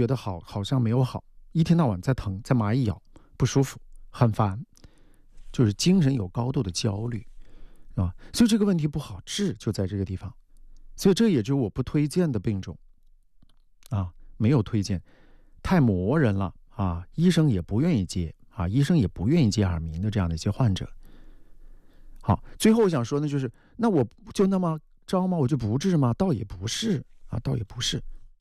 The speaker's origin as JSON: {"language": "Chinese", "town": "Wuhan", "region": "Hubei", "country": "China", "said": "我们武汉人"}